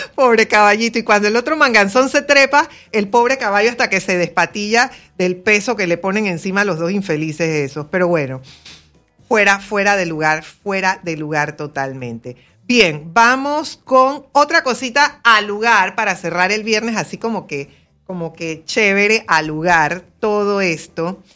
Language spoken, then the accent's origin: Spanish; Panama City, Panamá, Panama; siendo panameña, siendo capitalina, habiendo crecido con la cultura canalera